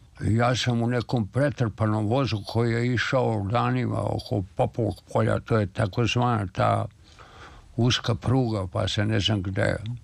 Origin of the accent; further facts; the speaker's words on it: Senta, Vojvodina, Serbia; born there; za mene to bila Vojvodina, a ta zvezda Senta. Tako da tu sam započeo krijući od ovih da nisam ništa zapamtio, a imam dokumente da sam odatle.